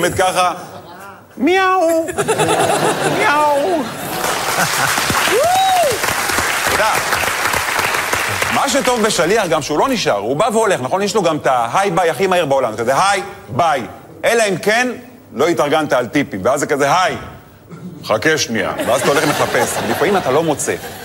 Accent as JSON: {"language": "Hebrew", "town": "Netanya", "region": "Central District", "country": "Israel", "tie": "born or raised there", "said": "האמת אני גדלתי בנתניה. לא יצא לי, בחיים לא היה לי שליח בבית, כי אמא טריפוליטאית, היא מכינה הכל."}